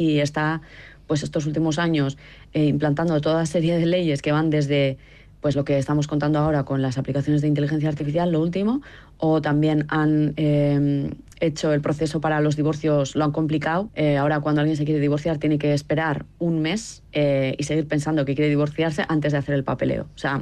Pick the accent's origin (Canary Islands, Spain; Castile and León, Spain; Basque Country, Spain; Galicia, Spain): Basque Country, Spain; San Sebastián; porque yo, por ejemplo, en mi ciudad natal, en Donosti, veo que hay muchas más parejas monógamas